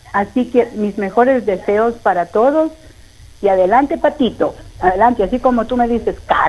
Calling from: Loja, Ecuador; cómo estamos en Loja

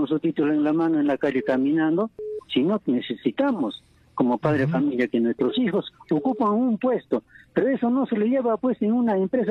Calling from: Lampa Province, Puno, Peru; desde la provincia de Lampa.

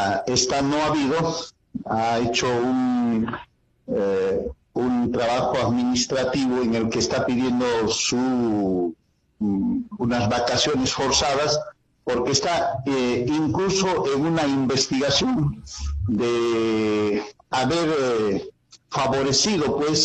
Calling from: Cusco, Peru; Buenos días, señor Hernández, de la Convención

